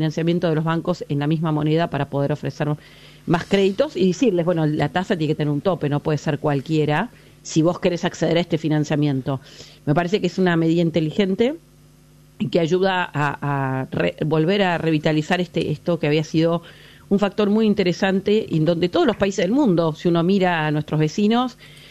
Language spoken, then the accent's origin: Spanish; Argentina; acostumbrados los argentinos y sobre todo los de mayor edad, que hemos atravesado tantas crisis